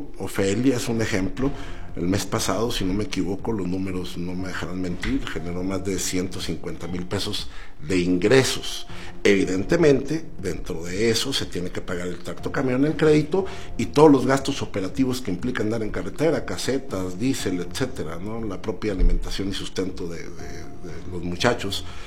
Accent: San Juan de Guadalupe, Durango, Mexico; rumbo a mi tierra, San Juan de Guadalupe

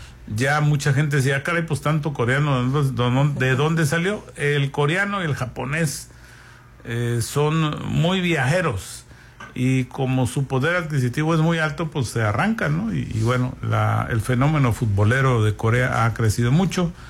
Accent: Mexico; Los colombianos, lo decía yo ayer, tienen mucha la empatía con los mexicanos, nos quieren mucho

